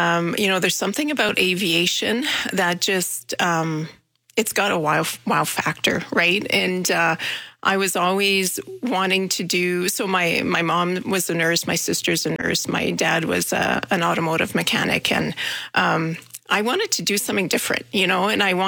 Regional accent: Manitoba, Canada; I'm originally from Manitoba

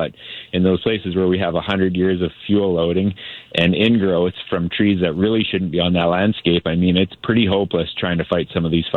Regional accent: British Columbia, Canada; I think as British Columbians

